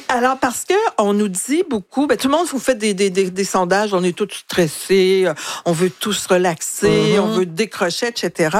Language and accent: French; Quebec, Canada; Alors donc, en tant que Québécois, ça ne devrait pas m'intéresser.